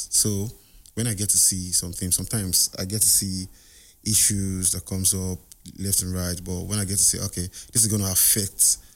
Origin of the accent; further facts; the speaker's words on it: Delta, Nigeria; Yeah, I'm from Delta.